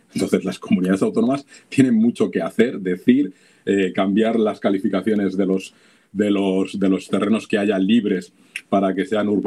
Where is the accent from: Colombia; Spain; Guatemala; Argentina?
Spain; yo como ciudadano español y votante